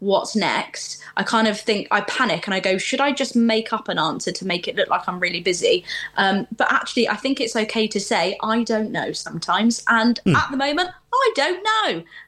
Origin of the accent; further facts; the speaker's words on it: United Kingdom; I'm British